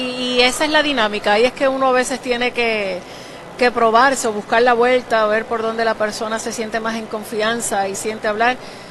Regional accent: Lares, Puerto Rico; yo soy natural de Lares

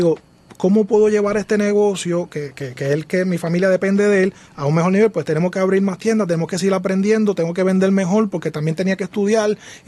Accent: San Sebastián, Puerto Rico; San Sebastián, mi pueblo natal.

